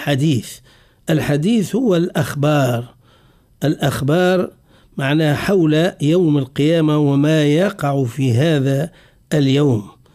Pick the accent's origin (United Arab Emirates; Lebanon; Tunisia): Tunisia; عندنا في تونس في بعض مناطقنا ينطقوا بالغين مرققة